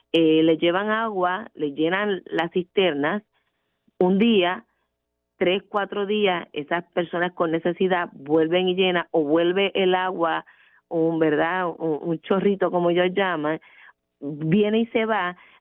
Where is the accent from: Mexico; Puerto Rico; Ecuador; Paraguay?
Puerto Rico; Somos puertorriqueños